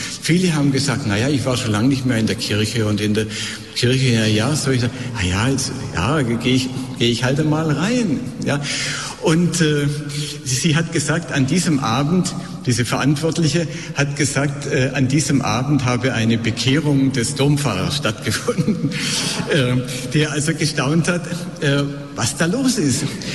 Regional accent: Stuttgart, Baden-Württemberg, Germany; In Stuttgart, meiner Heimatstadt, da hat man eingeführt Night Fever.

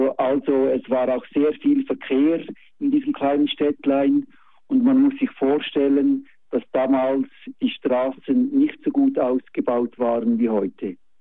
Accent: Lucerne, Switzerland; now in Egnach, Switzerland; Ich komme aus dem Thurgau jetzt, aus Egnach. Bin ich in Luzern in der Innerschweiz aufgewachsen, auch sehr gut katholisch.

